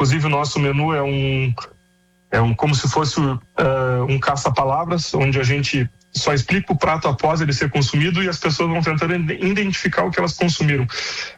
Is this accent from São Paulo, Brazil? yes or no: no; Rio Grande, Rio Grande do Sul, Brazil; moved away; eu sou de Rio Grande aí com muito orgulho.